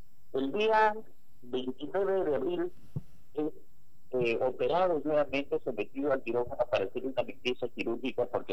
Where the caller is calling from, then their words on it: Peru